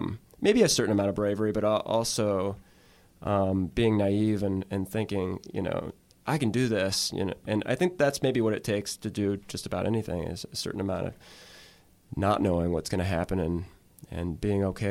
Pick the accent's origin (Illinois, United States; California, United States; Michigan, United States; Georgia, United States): Illinois, United States; Chatham; also born or lived in Auburn, Illinois; now in Springfield, United States; I grew up in central Illinois, in Auburn and Chatham, Illinois, which is just south of Springfield, where I live now.